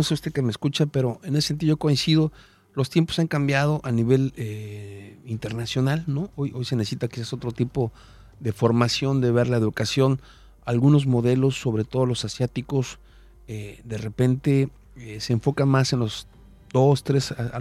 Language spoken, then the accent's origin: Spanish; Yucatán, Mexico; ¿hacia dónde vamos como yucatecos, al menos en el tema de educación básica?